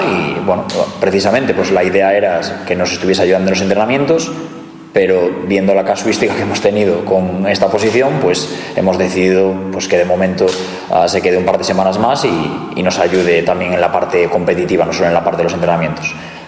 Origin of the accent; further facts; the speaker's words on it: Galicia, Spain; Como gallego, no quiero ser más gallego que el Orballo